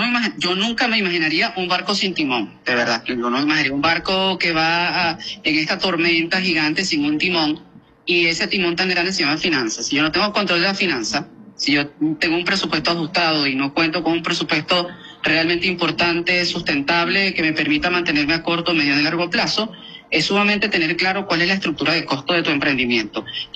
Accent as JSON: {"language": "Spanish", "country": "Venezuela"}